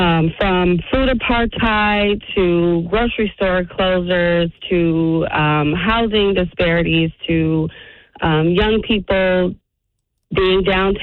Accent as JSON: {"language": "English", "town": "Milwaukee", "region": "Wisconsin", "country": "United States", "said": "I am from Milwaukee."}